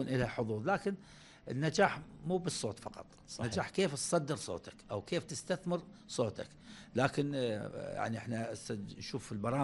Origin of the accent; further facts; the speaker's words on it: Southern Iraq, Iraq; احنا عندنا بالجنوب الهور والماي والبحر